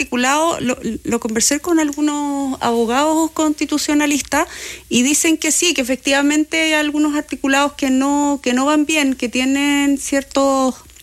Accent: Chile; nosotros sí que tenemos experiencia como chilenos, digamos, de que hay reconstrucciones que no terminan nunca.

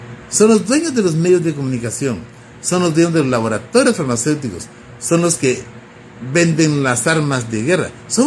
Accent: Guatemala

